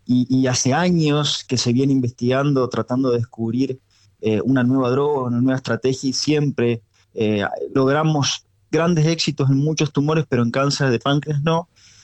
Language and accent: Spanish; Argentina; para nosotros como argentinos